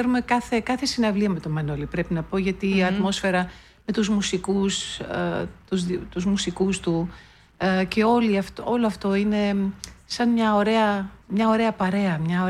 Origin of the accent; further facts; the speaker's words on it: Germany; Στη Γερμανία, εκεί που γεννήθηκα και μεγάλωσα